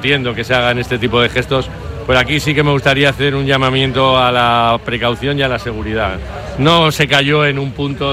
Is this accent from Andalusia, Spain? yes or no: yes; Jerez de la Frontera, Andalusia, Spain; Y como yo también soy de Jerez